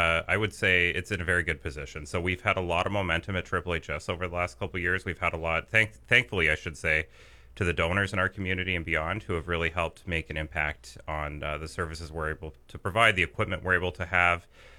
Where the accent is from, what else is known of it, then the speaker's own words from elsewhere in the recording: Minden, Ontario, Canada; So I grew up in Minden, left after high school, went to school, and then I ended up in Moose City, Ontario.